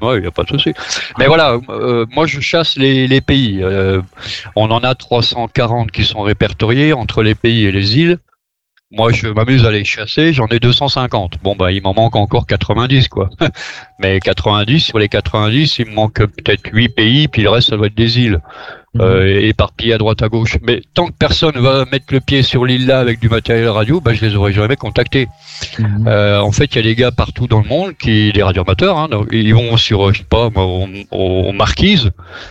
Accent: France; Chez nous, en France

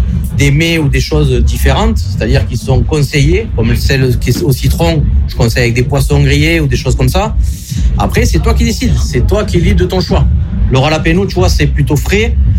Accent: Mudaison, Occitanie, France; Moi, je suis à côté, je suis de Mudaison, donc les mecs de Moguio qui font beaucoup de trimmers et tout ça.

